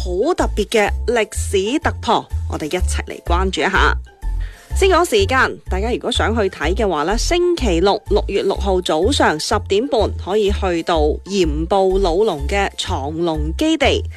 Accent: Foshan, Guangdong, China; born or raised there

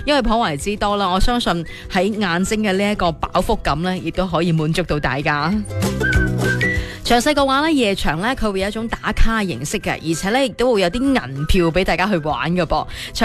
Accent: Foshan, Guangdong, China

